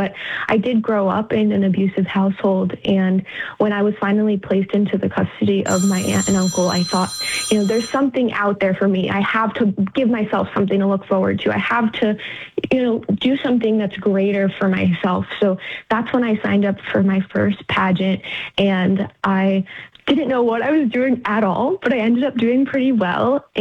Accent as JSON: {"language": "English", "region": "New York", "country": "United States", "said": "I'm actually originally from New York, and I didn't grow up doing pageants."}